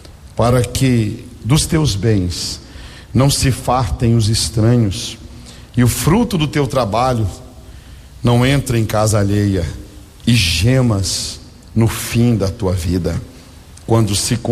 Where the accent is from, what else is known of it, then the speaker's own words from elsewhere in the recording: Minas Gerais, Brazil; born there; also born or lived in Belo Horizonte; E um dia meu pai resolveu sair do interior e mudar-se para Belo Horizonte